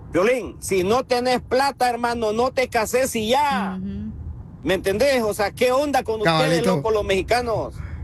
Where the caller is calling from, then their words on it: Honduras; en la cultura de nosotros, la hondureña